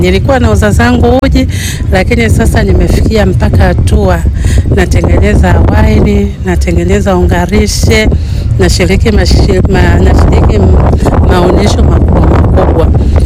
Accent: Nyang'hwale, Geita, Tanzania; mama mjasiriamali, natokea halmashauri ya Nyang'hwale.

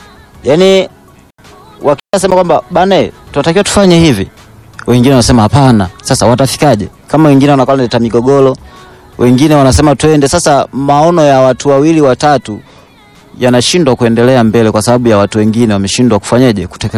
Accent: Chato District, Geita, Tanzania; now in Mwanza, Tanzania; Mimi nimetoka mkoa wa Geita, wilaya ya Chato.

